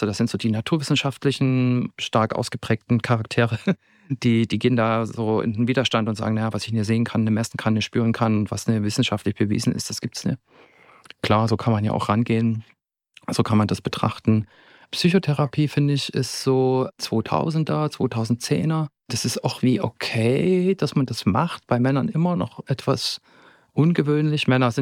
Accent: Zittau, Saxony, Germany; now in Dresden, Germany; dass natürlich die psychische Unterstützung da, wo ich herkomme, ganz anders ist als in Dresden. Ich habe in Dresden viel schneller Therapie gefunden als noch in Zittau

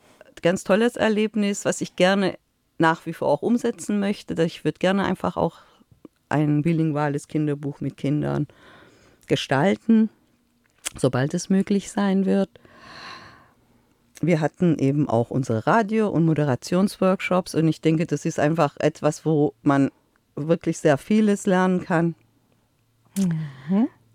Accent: Iran; Ich komme ja quasi aus dem Orient, ja, aus dem Iran.

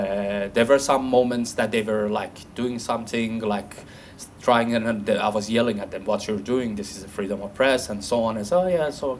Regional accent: Iran; moved away; back in my country, I'm from Iran

